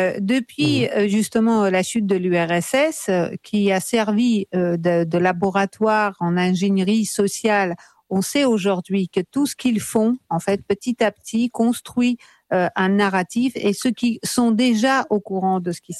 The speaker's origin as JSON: {"language": "French", "country": "Russia", "said": "combien de fois lorsque je dis que je suis russe sur un quai de gare, la personne se retourne comme si elle voulait plus du tout m'adresser parole."}